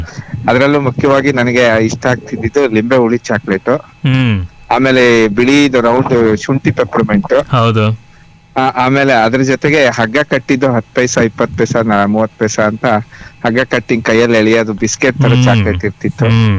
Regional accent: B R Project, Karnataka, India; born there; ನಾನು ನಮ್ಮ ಅಪ್ಪಂದು ಕಿರಾಣಿ ಅಂಗಡಿ ಇತ್ತು ಬಿ ಆರ್ ಪ್ರಾಜೆಕ್ಟ್ ಅಲ್ಲಿ. ನಾನು ಅಂಗಡಿ ಮನೆಯಲ್ಲೇ ಹುಟ್ಟಿದ್ದೆ.

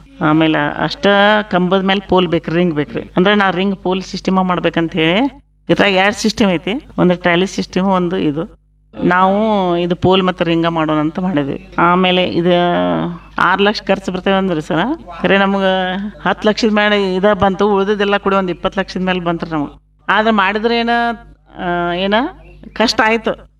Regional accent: Belagavi district, Karnataka, India; ನಮ್ಮ ಊರು ಮೇಟಲ್ ಗ್ರಾಮದ ವಾಸಿ ಇರುತ್ತೇನೆ.

